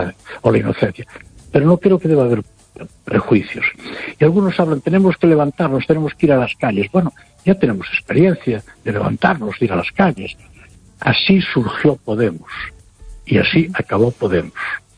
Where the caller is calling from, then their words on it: Noia, Galicia, Spain; Hola, buenas noches